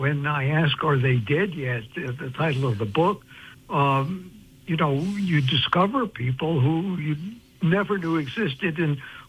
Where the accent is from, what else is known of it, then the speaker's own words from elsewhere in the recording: New York City, New York, United States; growing up in Brooklyn, my family culture was to deny death.